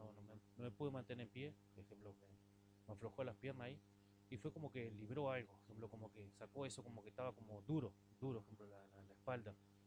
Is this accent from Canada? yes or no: yes; Canada